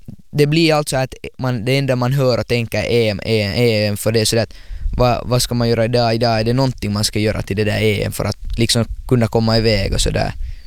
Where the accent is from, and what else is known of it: Finland